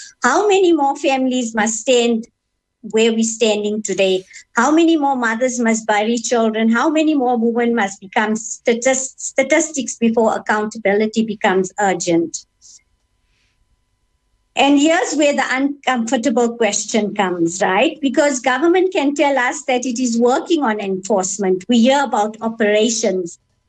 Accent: Gauteng, South Africa; And how also I got involved is that I grew up on the East Rand

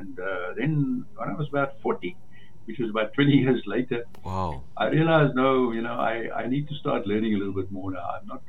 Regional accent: Nakuru, Rift Valley, Kenya; born there; I was born in Kenya, which is in East Africa. Yeah, so I was born in a little dorpie called Nakuru

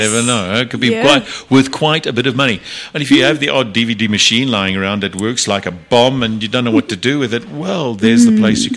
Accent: Brakpan, Gauteng, South Africa; I remember growing up in Brakpan

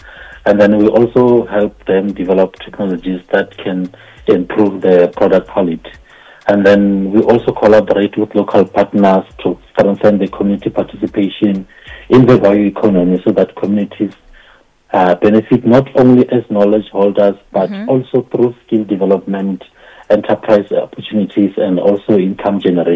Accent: Bochum, Limpopo, South Africa; moved away; So I'm just a Limpopo rural boy. We just grew up, you know.

